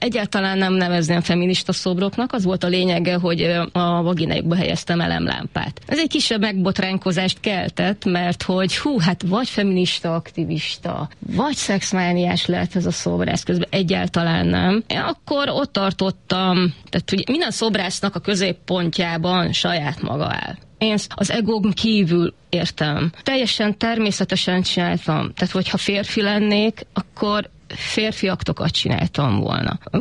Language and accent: Hungarian; Eger, Heves, Hungary; Egerben a Hajdúhegy részén lakunk.